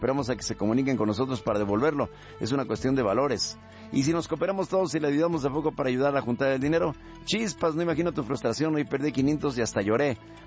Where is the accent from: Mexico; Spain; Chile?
Mexico; Guadalajara, Jalisco; Yo soy de Guadalajara, entonces dije, si es una taquería a la que yo acudí, voy y trato de contactar a la persona para más rápido y ver si puedo llegar a algún acuerdo.